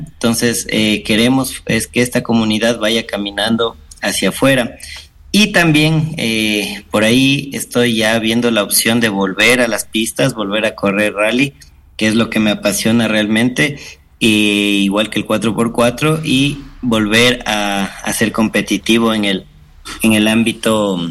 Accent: Salcedo, Cotopaxi, Ecuador; yo soy de Salcedo, siempre he corrido, siempre he hecho todo por Salcedo.

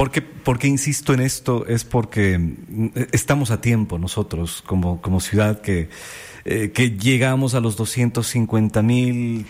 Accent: Cuenca, Azuay, Ecuador; now in Loja, Ecuador; Yo soy cuencano, pero ya vivo acá unos 20 años, ¿no?

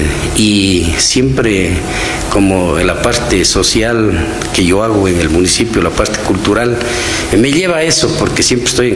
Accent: Cañar, Ecuador; creo que soy de acá, de Cañar de Pachacuti Urbano, el único afiliado

